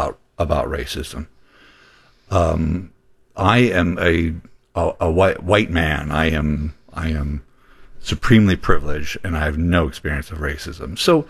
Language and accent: English; Minneapolis, Minnesota, United States; my hometown of Minneapolis, Minnesota.